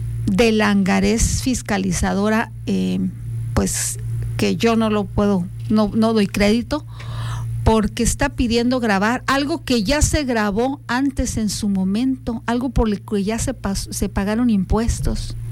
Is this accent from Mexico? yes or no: yes; Mexico; así somos los mexicanos